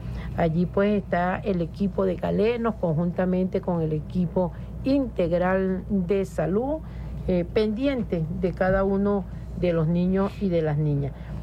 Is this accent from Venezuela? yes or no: yes; Venezuela; Nosotros somos venezolanos, somos venezolanas